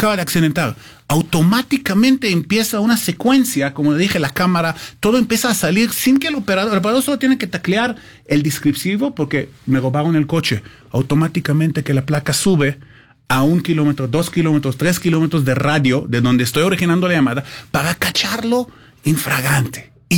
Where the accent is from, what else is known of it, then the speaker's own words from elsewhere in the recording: Israel; Spanish is a second language; now in Mexico; Tenemos otra oficina muy chiquita en Israel, de donde yo soy originario, por más temas de high-tech, que lamentablemente aún no llegó a este nivel en México